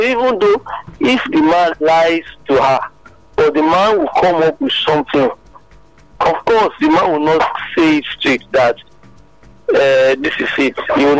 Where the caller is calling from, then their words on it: Lagos, Nigeria; I'm calling from Alagbado.